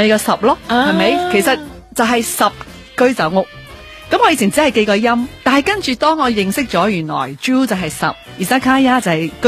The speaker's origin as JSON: {"language": "Cantonese", "country": "China", "said": "因为我哋中国人嗰啲声调咧，有时啲排位啲字唔够响啊"}